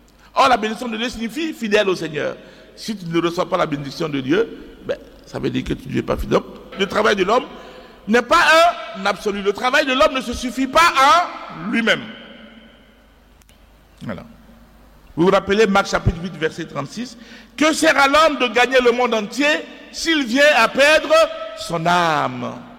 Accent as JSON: {"language": "French", "country": "Côte d’Ivoire", "said": "Chez nous en Côte d'Ivoire"}